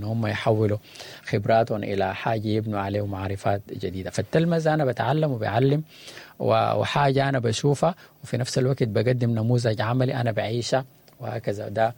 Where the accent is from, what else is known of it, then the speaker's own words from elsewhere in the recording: Sudan; نحن فعلا يعني كسودانيين